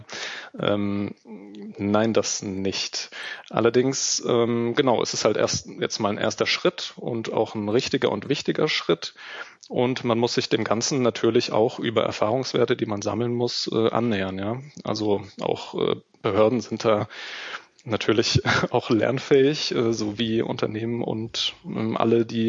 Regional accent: Germany; Das sind wir als Deutsche und als Europäer

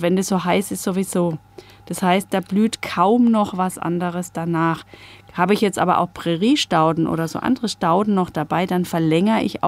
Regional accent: Bavaria, Germany; ich könnte auch rot-weiß sagen, ne? Dann sind meine Franken.

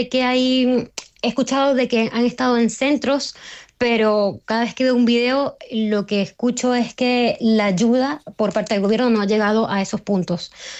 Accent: La Guaira, Venezuela; De la parte de mi zona, de donde yo soy, no llego a mayores, pero sí un poco más a la zona de Playa Grande

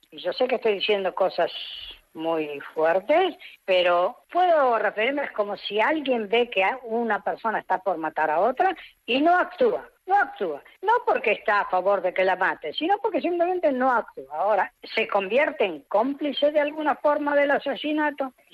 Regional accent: Israel; lo que pasa en mi país

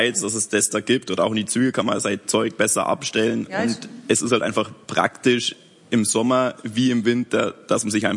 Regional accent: Lenggries, Bavaria, Germany; ich bin aus Lingries

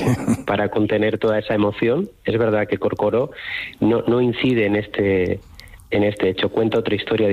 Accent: Spain; a nosotros, claro, como españoles y como flamencos, no se nos ocurre mejor final

